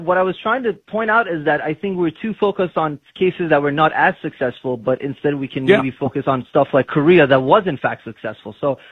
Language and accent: English; Tehran, Tehran Province, Iran; Listen, I grew up in Tehran. I was arrested during the 2009 protests.